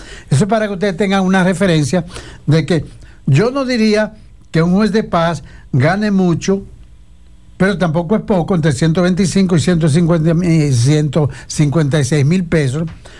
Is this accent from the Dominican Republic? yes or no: yes; Dominican Republic; el país, hablo de República Dominicana